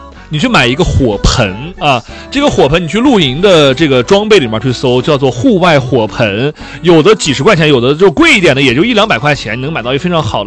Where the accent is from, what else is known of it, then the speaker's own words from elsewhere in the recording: Shanxi, China; now in Hainan, China; 我是山西的。像我们山河四省的朋友